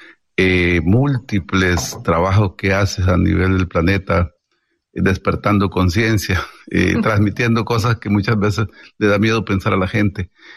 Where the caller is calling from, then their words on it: Costa Rica; saludarles acá desde mi lugar, Rincón Ecológico Terraba